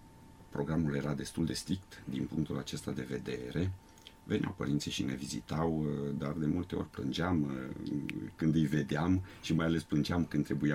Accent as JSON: {"language": "Romanian", "town": "Vidra", "region": "Alba County", "country": "Romania", "tie": "born or raised there", "moved": "yes", "lives_now": "Sebeș, Romania", "said": "Locul copilăriei sau locurile natale sunt Munții Apuseni, Comuna Vidra"}